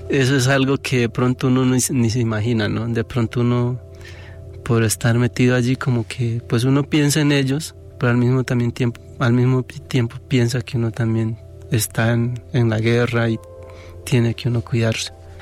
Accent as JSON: {"language": "Spanish", "region": "Amazonas", "country": "Colombia", "moved": "yes", "said": "él conoce mi pueblo, él conoce mi corregimiento, él estuvo en Puerto Arica."}